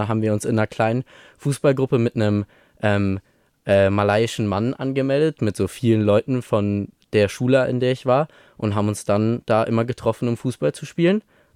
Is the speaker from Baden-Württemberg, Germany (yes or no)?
yes; Stuttgart, Baden-Württemberg, Germany; born there